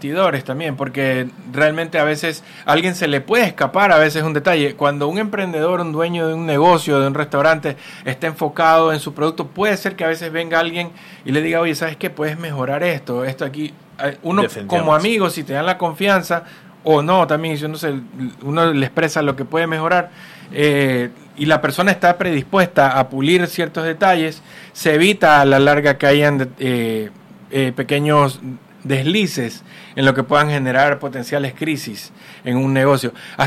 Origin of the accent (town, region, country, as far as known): Ecuador